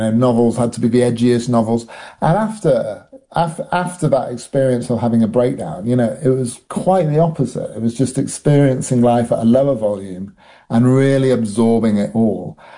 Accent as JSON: {"language": "English", "country": "United Kingdom", "tie": "born or raised there", "said": "drink was always a problem growing up in Britain and our sort of drink culture over here."}